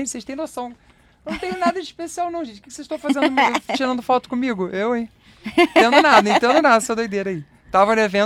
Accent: Araruama, Rio de Janeiro, Brazil; eu sou do interior do Rio de Janeiro, Araruama, cara. A cidade tem 130 mil habitantes.

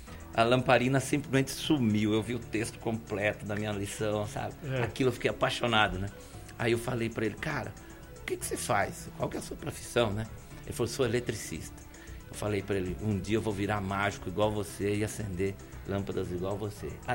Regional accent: Tupi Paulista, São Paulo, Brazil; moved away; eu sou do interior, lá de Tupi Paulista, onde no sítio que eu morava, nem quando eu estudava, com 7, 8 anos, ainda não tinha eletricidade.

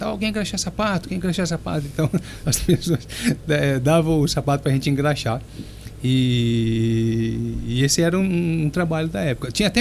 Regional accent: Monte Alto, São Paulo, Brazil; nascido e criado em Monte Alto

